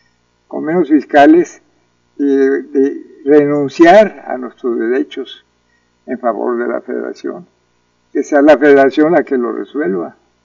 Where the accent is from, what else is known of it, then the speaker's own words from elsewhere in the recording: Mexico; si somos realmente mexicanos todos nosotros?